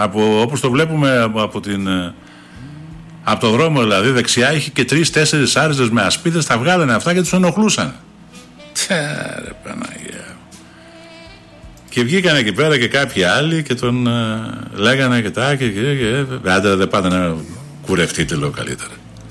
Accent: Thessaloniki, Central Macedonia, Greece; είμαι από τη Θεσσαλονίκη

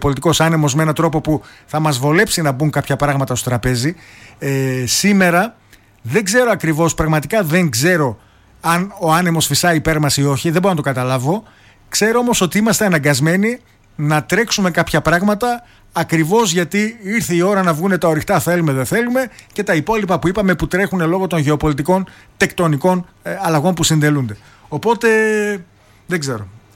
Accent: Greece

